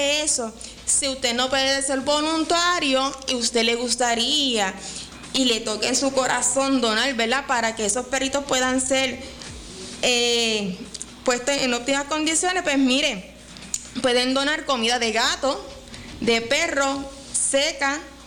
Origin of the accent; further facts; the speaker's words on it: Lajas, Puerto Rico; mi pueblo de Laja no se queda atrás.